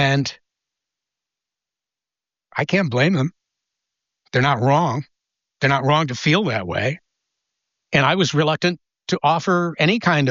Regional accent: Gloversville, New York, United States; moved away; my hometown of Gloversville.

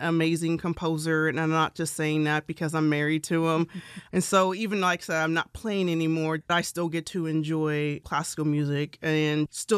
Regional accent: Indiana, United States; now in Lansing, United States; I am originally from Indiana, but I'm based in Lansing.

